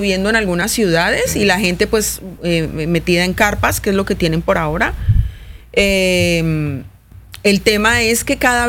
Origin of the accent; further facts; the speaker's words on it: Cali, Valle del Cauca, Colombia; now in Mérida, Mexico; Yo soy de Cali.